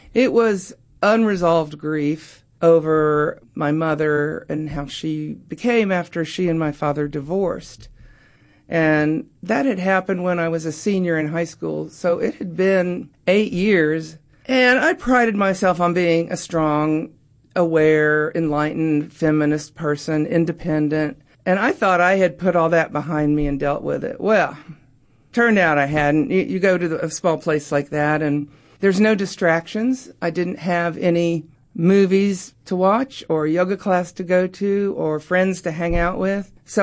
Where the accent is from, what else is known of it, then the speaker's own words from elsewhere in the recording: Oak Ridge, Tennessee, United States; the geography part comes from my home where I grew up in East Tennessee. I grew up in Oak Ridge